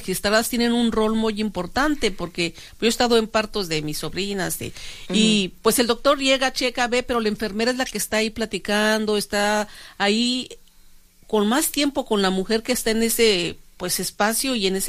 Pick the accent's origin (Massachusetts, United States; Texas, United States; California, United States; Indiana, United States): California, United States; Salinas Valley; Ya platicamos un poquito de dónde somos, aquí del Valle de Salinas, y cómo nos gusta nuestra comunidad